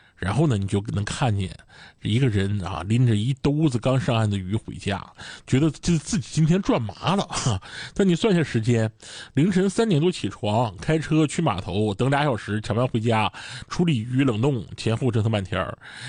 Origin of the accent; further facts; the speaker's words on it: Dalian, Liaoning, China; 咱们大连人到底有多爱排队。